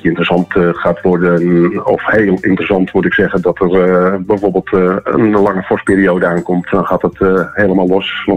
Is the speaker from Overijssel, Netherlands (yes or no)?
no; Hoorn, North Holland, Netherlands; Ik kom uit Horen, wel bekend in West-Friesland.